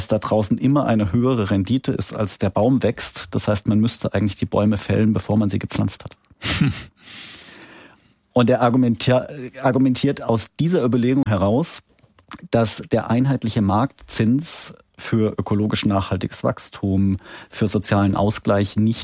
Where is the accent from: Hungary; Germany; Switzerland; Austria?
Germany; Baden-Württemberg; wie sie da im Speckgürtel Stuttgart, wo ich herkomme, sich darstellt